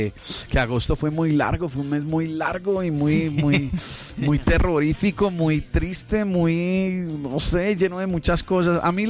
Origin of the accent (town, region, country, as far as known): Colombia